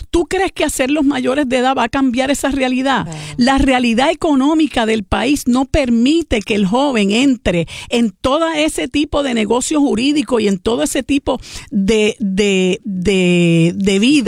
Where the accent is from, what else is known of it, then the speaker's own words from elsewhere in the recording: Puerto Rico; nosotros como puertorriqueños